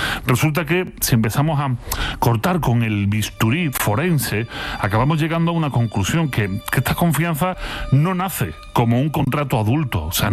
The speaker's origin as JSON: {"language": "Spanish", "region": "Andalusia", "country": "Spain", "tie": "born or raised there", "said": "que decíamos cuando éramos chicos aquí en Andalucía."}